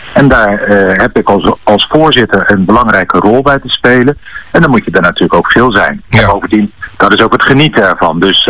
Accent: South Holland, Netherlands; accent: Rotterdam; Nou ja, ik ben zo ontzettend nieuwsgierig of mijn Rotterdamse accent een beetje bijgeschaafd wordt komende maanden.

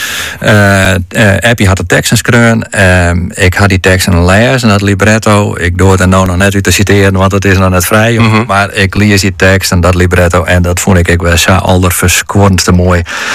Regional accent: Kollum, Friesland, Netherlands; Ik ben zelf opgegroeid in Kolom, dus ik ken dat gebied.

